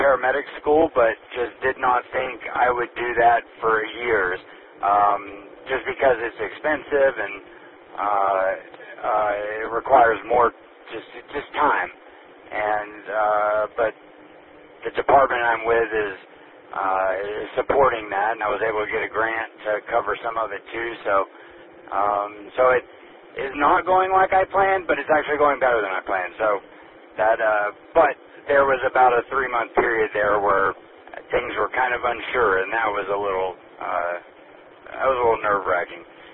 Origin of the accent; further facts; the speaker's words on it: Chattanooga, Tennessee, United States; so I'm from Tennessee, it's Chattanooga